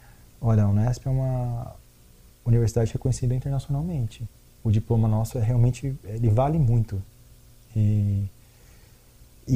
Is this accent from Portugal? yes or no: no; Brazil; also born or lived in Netherlands; Eu sou brasileiro, eu falo português, eu tenho a minha cultura, sabe? Até daria para ter ficado na Holanda, mas eu tinha muito mais oportunidades de trabalho aqui no Brasil do que lá